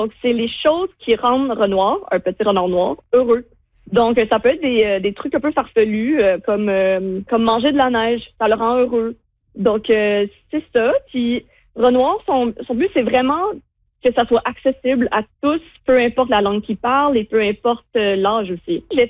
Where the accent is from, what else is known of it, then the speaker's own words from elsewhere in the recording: Bromont, Quebec, Canada; Donc, de base, moi, je viens de Bromont et je voulais rester en Estrie pour mes études collégiales